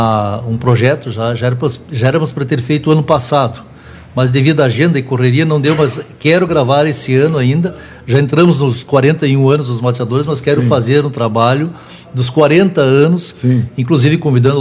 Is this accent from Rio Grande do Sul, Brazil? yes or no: yes; Jaguari, Rio Grande do Sul, Brazil; also born or lived in Santa Maria; now in Santiago, Brazil; Estivemos ali na década de 90, por um período em Santa Maria também, mas Santiago, Jaguari sempre foi a minha terra ali, a minha região.